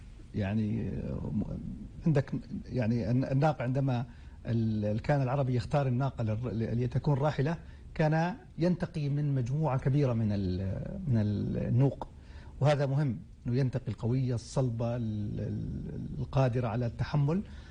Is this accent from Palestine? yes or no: yes; Palestine; نحن أمة الإسلام أكثر من كوننا فلسطينيين